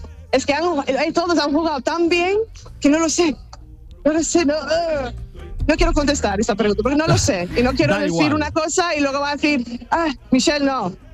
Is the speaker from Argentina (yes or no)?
no; Spain; que viva España, que yo soy español.